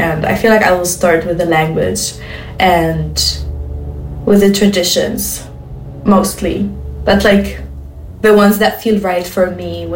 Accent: Palestine; first language Arabic; English is a second language; moved away as an adult; now in Berlin, Germany; and I've been in Berlin for I think 3 years now. And I'm Palestinian, living in Berlin, in Kreuzberg

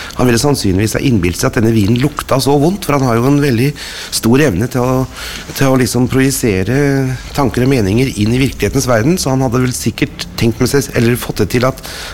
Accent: Innlandet, Norway; jeg født og oppvokst oppe I Nordøsterdalen da. Oppe på en liten bondegård, sånn, I en fjellbygd.

